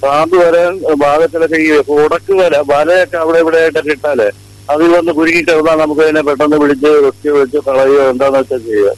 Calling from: Alappuzha, Kerala, India

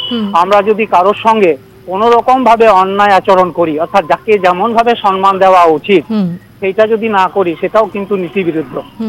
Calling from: Dubrajpur, West Bengal, India; হ্যাঁ, আমি পশ্চিমবঙ্গের বীরভূম জেলার দুবরাজপুর থেকে … কথা বলছি দিদি।

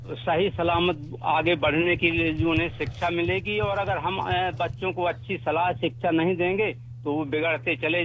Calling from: Kalpa, Madhya Pradesh, India; मैं हिंदुस्तानी कलाकार यूट्यूब ग्राम कल्पा जिला सतना से

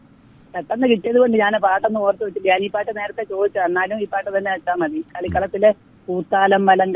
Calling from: Chengannur, Kerala, India; ചെങ്ങന്നൂർ കാരക്കാട് നിന്ന് വിളിക്കുവാ.

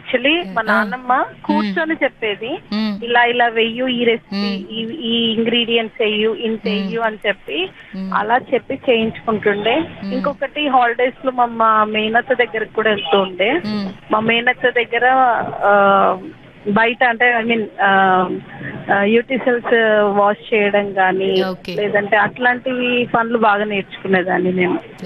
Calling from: Hyderabad, Telangana, India; నేను హైదరాబాద్ నుండి మాట్లాడుతున్నాను.

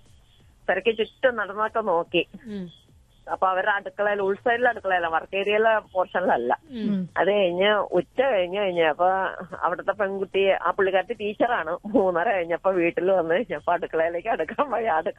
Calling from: Kerala, India; അല്ലപ്രയ്ക്കും വെങ്ങോലയ്ക്കും നടുക്ക് marble junction എന്ന് പറയും.

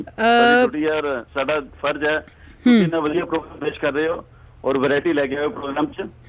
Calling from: Jalandhar, Punjab, India; Ishwar colony Jalandhar.

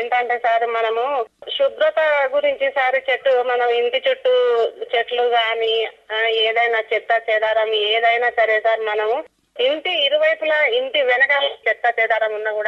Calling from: Kothagudem, Telangana, India; నేను కొత్తగూడెం పరమశాం నుంచి మాట్లాడుతున్నాను సార్.

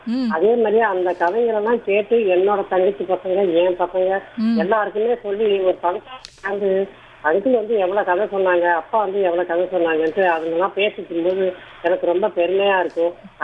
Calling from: Kumbakonam, Tamil Nadu, India

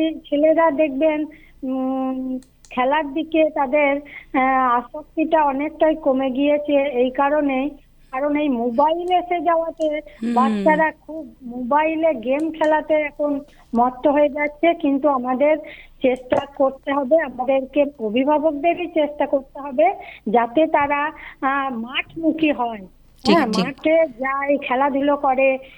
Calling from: Bolpur, West Bengal, India; হ্যাঁ, আমি বোলপুর বীরভূম থেকে

